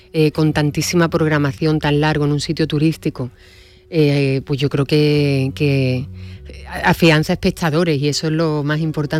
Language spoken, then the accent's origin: Spanish; Huelva, Andalusia, Spain